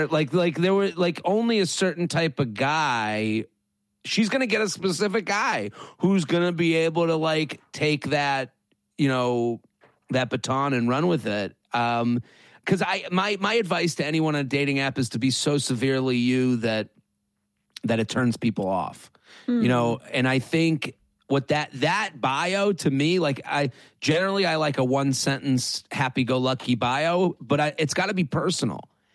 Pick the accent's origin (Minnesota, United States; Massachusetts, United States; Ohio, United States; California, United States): Massachusetts, United States; Needham